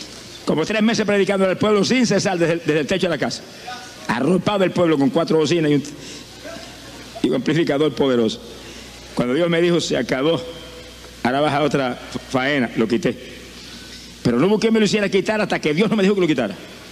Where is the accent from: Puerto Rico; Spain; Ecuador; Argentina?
Puerto Rico; Camuy; Yo viví 35 años perdido en mi pueblo de Camuy.